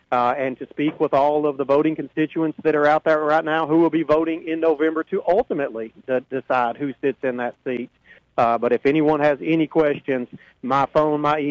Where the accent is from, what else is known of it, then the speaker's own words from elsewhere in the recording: Hopkinsville, Kentucky, United States; Hopkinsville as a whole has been my city, has been my hometown for almost 50 years.